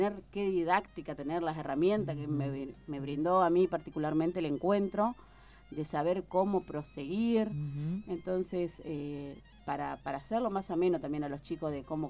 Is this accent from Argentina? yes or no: yes; Villaguay, Entre Ríos, Argentina; moved away; Yo soy de Villaguay, Entre Ríos.